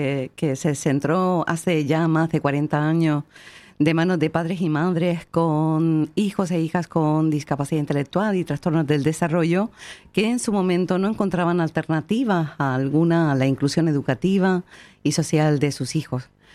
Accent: Spain; como españoles que somos, pues españoles y españolas que somos

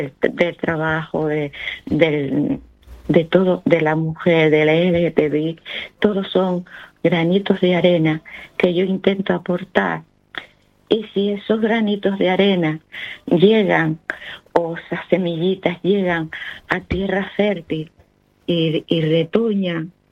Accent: Canary Islands, Spain; me tratan como una canaria que defiende su tierra

